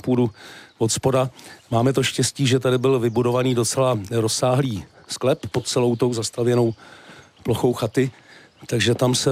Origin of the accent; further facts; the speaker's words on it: Ukraine; now in Czechia; Že dávno, dávno, jak jsem chodili Ukrajinci hledat práci, hledat výdělek, tak se tady přímo v obci objevil příbuzný někoho, kdo už tady byl.